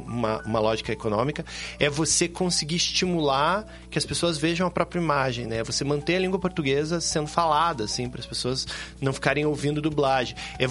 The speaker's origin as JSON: {"language": "Portuguese", "town": "Pinhais", "region": "Paraná", "country": "Brazil", "said": "eu sou de Pinhais"}